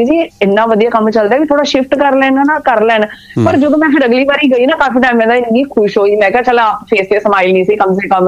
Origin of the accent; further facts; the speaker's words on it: Sangrur, Punjab, India; ਹਾਂਜੀ ਠੀਕ ਹੋ, ਮੈਂ ਸੰਗਰੂਰ ਤੋਂ ਆ ਤੂੰ ਵੀ ਜੀ?